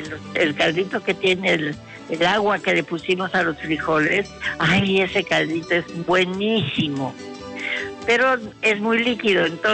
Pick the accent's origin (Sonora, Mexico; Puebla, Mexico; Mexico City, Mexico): Puebla, Mexico; Somos orgullosamente mexicanos y es más, somos orgullosamente poblanos.